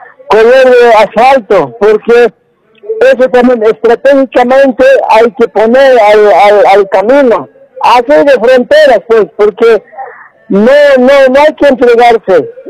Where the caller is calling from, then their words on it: La Paz, Bolivia; de La Paz.